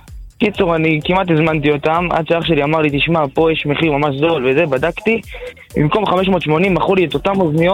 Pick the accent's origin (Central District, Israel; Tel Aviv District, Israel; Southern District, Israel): Central District, Israel; Bnei Brak; אני מבני ברק.